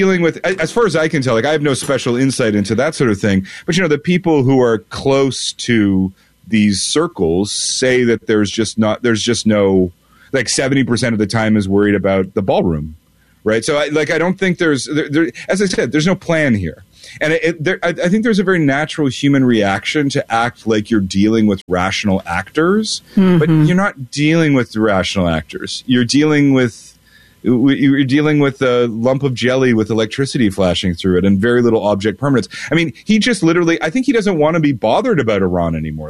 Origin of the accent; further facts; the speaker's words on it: Canada; because we're not European. You can hear my accent. You can hear the way I talk. Like, I'm not a European.